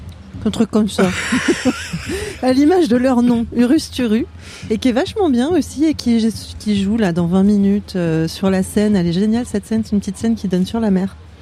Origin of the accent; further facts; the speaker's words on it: Tours, Centre-Val de Loire, France; On est de Tours.